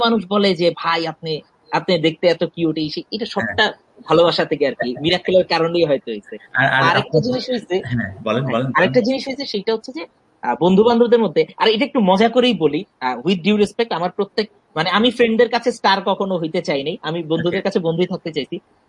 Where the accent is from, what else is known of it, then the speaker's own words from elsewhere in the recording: Dhaka, Dhaka Division, Bangladesh; আমি ঢাকার এই যানজট, যান্ত্রিকতা, এগুলোর মধ্যেই বড় হয়েছি, বাট আই লাভ লক্ষ্মীপুর আর কি।